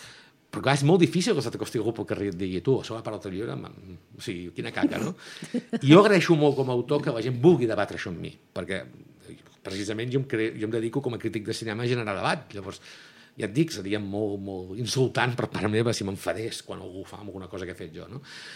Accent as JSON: {"language": "Catalan", "town": "Girona", "region": "Catalonia", "country": "Spain", "tie": "born or raised there", "said": "una època que vaig viure de petit, en la ciutat meva, jo soc de Girona"}